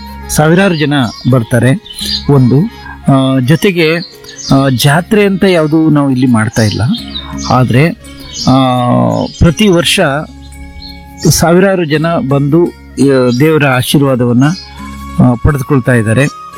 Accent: Magge, Karnataka, India; ಇದು ನಾನು ಕರ್ನಾಟಕದಲ್ಲಿ ಎಲ್ಲೂ ನೋಡಿಲ್ಲ, ಇಲ್ಲಿದೆ ಮಗ್ಗಿನ ನಮ್ಮೂರಲ್ಲಿ ಮಾತ್ರ ನೋಡಿರೋದು.

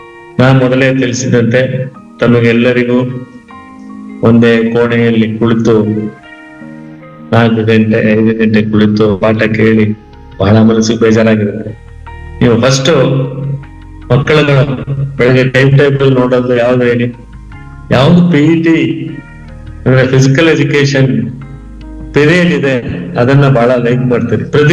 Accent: Gundlupet, Karnataka, India; ನಾನು ಒಂದು ಸಣ್ಣ ತಾಲೂಕಿನಲ್ಲಿ ಗುಂಡುಪೇಟೆ ಅಂತ ಕೇಳಿರ್ಬೋದು, ಅಲ್ಲಿ ನಾನು ಹುಟ್ಟಿ ಬೆಳೆದವನು.

